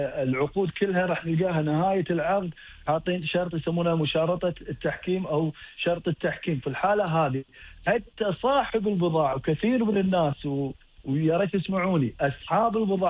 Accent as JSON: {"language": "Arabic", "country": "Kuwait", "said": "عندنا في الكويت."}